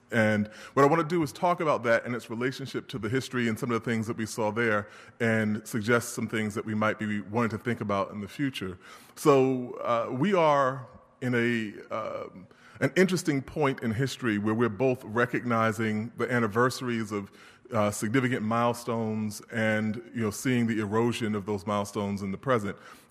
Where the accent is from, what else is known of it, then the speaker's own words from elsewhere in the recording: New York City, New York, United States; moved away as an adult; also born or lived in Brooklyn; now in Connecticut, United States; Born and raised in Queens, but during graduate school I lived in Brooklyn, so it's kind of a homecoming a little bit, and now I'm in the cold hinterlands of Connecticut.